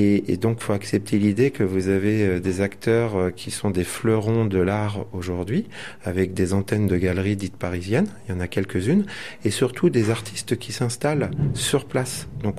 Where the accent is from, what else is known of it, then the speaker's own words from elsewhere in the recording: Nantes, Pays de la Loire, France; born there; now in Pont-Aven, France; Je suis né à Nantes, mais fier d'être de souche bretonne. Et je vis à Pontavenne depuis 30 ans.